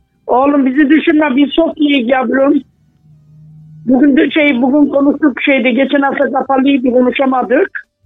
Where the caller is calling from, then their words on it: Bafra, Samsun, Turkey; Kafra'dan arıyorum. Samsun Bafra'dan.